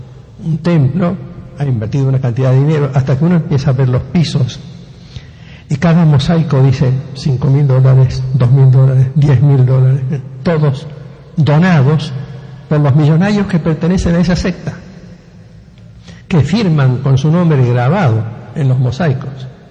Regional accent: Rosario, Santa Fe, Argentina; los que me conocen como rosarino de toda la vida saben que soy un hombre que no tengo vastos recursos ni nada

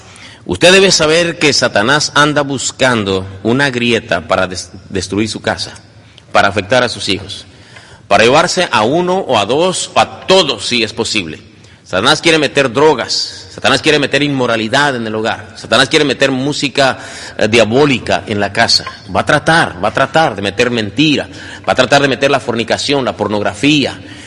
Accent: Cananea, Sonora, Mexico; mi iglesia metodista libre en Cananea.

